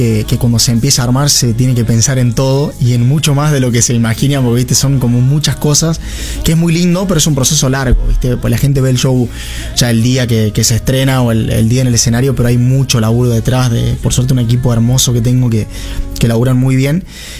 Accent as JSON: {"language": "Spanish", "region": "Córdoba", "country": "Argentina", "tie": "born or raised there", "accent": "tonada cordobesa", "said": "me gusta la tonada, ni hablar, me parece que tiene un plus muy lindo. Y sobre todo donde a mí me tocó criarme, que es en un pueblo, porque por ahí, bueno, Córdoba capital es un poco más parecido a Buenos Aires porque es una ciudad."}